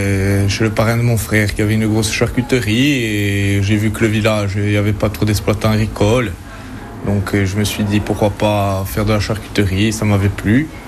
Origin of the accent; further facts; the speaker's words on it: Pinte, France; Je suis originaire de Pinte. Mes grands-parents étaient de Pinte aussi. J'habitais un moment chez ma grand-mère quand j'étais petit.